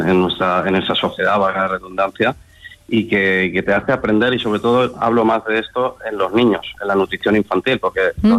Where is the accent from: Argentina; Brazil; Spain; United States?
Spain; Valencia, Valencian Community; Yo soy mediterráneo, como todos los españoles, pero yo soy de Valencia